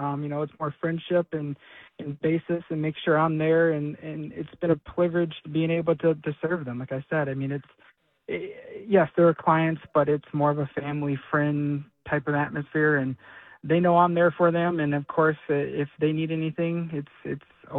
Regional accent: Ypsilanti, Michigan, United States; So I grew up over in Ypsilanti, grew up in the Lincoln High School area, Consolidated School, still sponsor there.

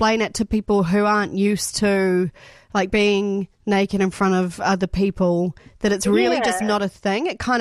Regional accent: Nelson, New Zealand; I grew up in Nelson, but we went to like

